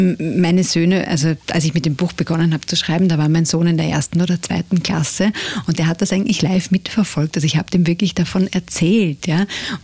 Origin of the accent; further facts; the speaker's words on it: United Kingdom; German is a second language; Und ich habe ja doch diese, ich bin Britin, ich habe dieses Englische in mir. Ich versuche das meinen Kindern weiterzugeben, auch mit zweisprachiger Erziehung. Und wir reisen jedes Jahr nach England